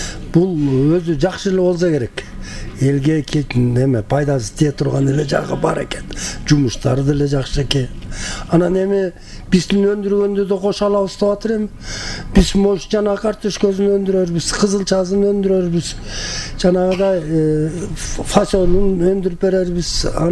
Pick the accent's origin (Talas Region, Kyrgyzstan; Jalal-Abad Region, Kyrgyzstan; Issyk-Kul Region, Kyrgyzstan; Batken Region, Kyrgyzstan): Talas Region, Kyrgyzstan; Akbashat; Ушул Акбашат айылынын тургуну болом. Ушул жерде жашап, ушул жерден өнүп өстүм.